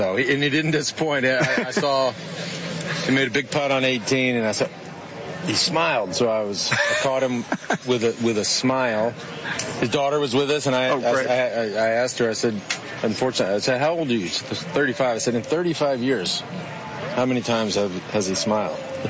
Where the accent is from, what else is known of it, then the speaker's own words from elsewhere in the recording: Texas, United States; Well, I grew up outside of Dallas, and it's the reason I got into endurance sports.